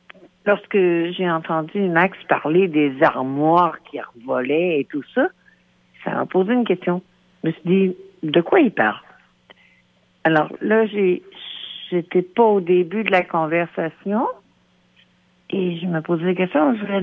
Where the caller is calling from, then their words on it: Lévis, Quebec, Canada; J'habite à Lévis.